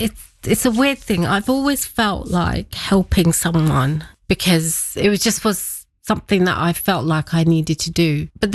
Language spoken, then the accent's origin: English; India